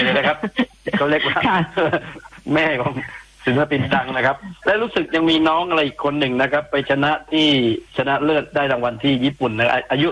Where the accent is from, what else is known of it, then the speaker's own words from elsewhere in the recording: Nakhon Si Thammarat, Thailand; born there; ผมเกิดนครนะครับ